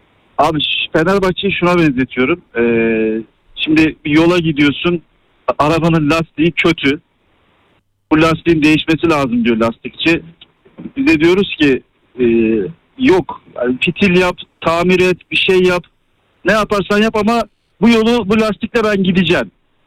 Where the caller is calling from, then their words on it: Istanbul, Turkey; Abi İstanbul'dan arıyorum